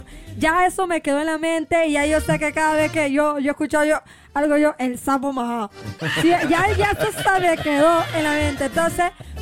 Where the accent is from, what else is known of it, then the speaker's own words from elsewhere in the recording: Las Palmas, Veraguas, Panama; Mira, oye, yo también soy de Veragua, dice, qué bueno. ¿De qué parte de Veragua eres? Yo soy de Las Palmas, ¿y tú?